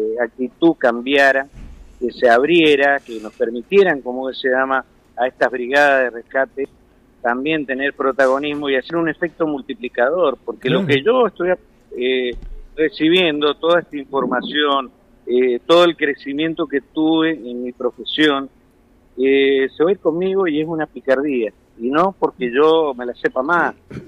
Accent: Mendoza, Argentina; also born or lived in Newark

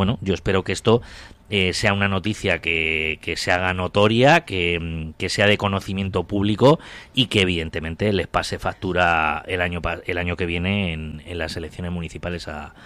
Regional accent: Spain; como españoles que somos, ¿no?

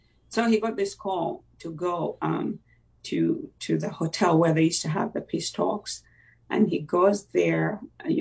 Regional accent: Uganda; first language Luganda; English is a second language; my native language in Luganda.

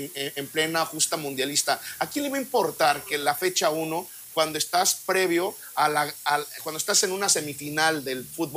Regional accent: Mexico; Porque somos mexicanos

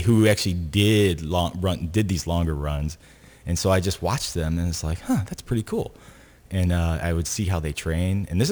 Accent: Detroit, Michigan, United States; now in Champaign, United States; But typically, I come from Detroit. I'm wearing my Detroit shirt today. But Detroit turkey trot, I always ran every year.

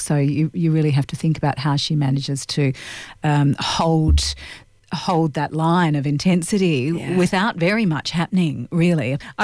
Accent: Western Australia, Australia

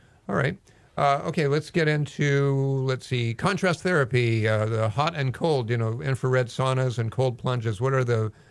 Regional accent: Hawaii, United States; or as we growing up in Hawaii, we just called it walking barefooted.

